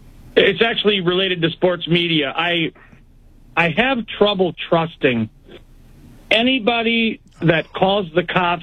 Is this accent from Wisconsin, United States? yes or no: yes; Wisconsin, United States; I'm from just south of Eau Claire. I'm like 60 minutes from Myron.